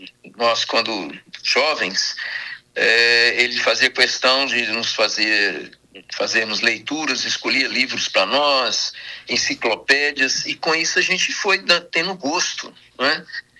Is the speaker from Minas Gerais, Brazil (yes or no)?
yes; Diamantina, Minas Gerais, Brazil; E eu, assim, amo minha terra, amo Diamantina, amo a nossa região, daqui do Vale, Minas Gerais. Eu sou extremamente sensível ao lugar onde nascemos e fomos criados, não é?